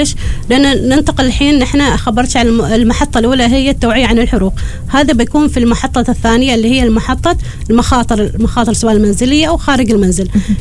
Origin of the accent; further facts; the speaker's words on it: Oman; نحن كعمانيين